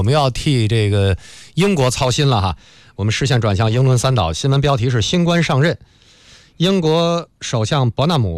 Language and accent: Chinese; China